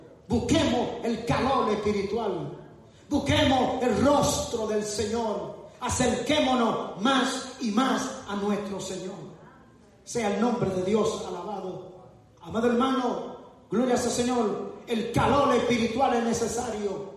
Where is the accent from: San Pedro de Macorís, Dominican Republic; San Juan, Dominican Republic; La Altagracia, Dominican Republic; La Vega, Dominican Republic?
San Pedro de Macorís, Dominican Republic; moved away; Yo soy dominicano de San Pedro de Macorís, la parte este. Y en mi país vivíamos en campo.